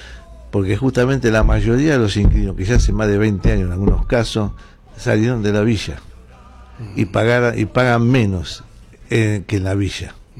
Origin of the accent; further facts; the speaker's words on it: Buenos Aires, Argentina; Me crié en la ciudad oculta.